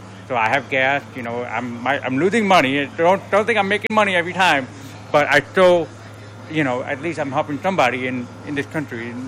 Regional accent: India; now in United States; From India. So I was born in India. I came here, you know, 2004. I became a U.S. citizen in 2011.

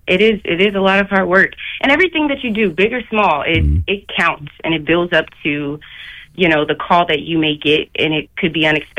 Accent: Detroit, Michigan, United States; Yes, I am from Detroit, Michigan, the east side of Detroit. I actually moved out of Detroit when I was 6, but I have a lot of family that is still there.

